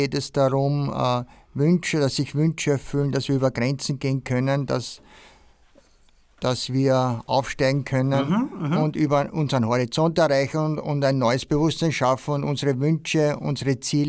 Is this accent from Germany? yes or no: no; Mistelbach, Lower Austria, Austria; also born or lived in Vienna; Aufgewachsen bin ich im Weinviertel, ich weiß nicht, ob du das kennst, ja. Im schönen Weinviertel in Mistelbach. Und dann hat es mich nach Wien gezogen, in die Großstadt, Schule, Studium.